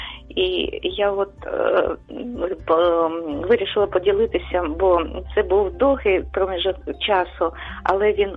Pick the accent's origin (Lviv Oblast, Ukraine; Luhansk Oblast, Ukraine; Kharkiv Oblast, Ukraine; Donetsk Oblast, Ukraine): Kharkiv Oblast, Ukraine; Kharkiv; я з Харкова.